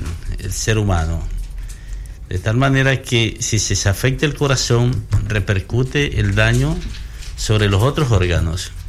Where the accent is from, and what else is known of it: Ecuador; now in Chile